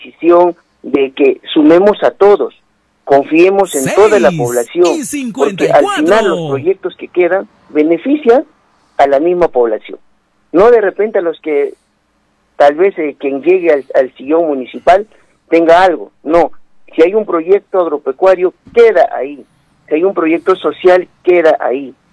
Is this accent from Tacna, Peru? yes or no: yes; Ilabaya, Tacna, Peru; Yo soy de Ilabaya, he nacido en Boroguenia. Tengo mis padres actualmente viviendo en Boroguenia. Tengo un gran cariño a mi distrito.